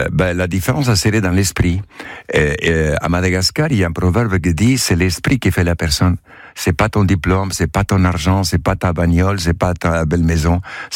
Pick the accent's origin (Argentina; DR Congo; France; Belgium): Argentina; moved away; Oui, quand j'étais jeune, en 1968, quand j'ai quitté l'Argentine, un grand pays où j'ai découvert la fraternité.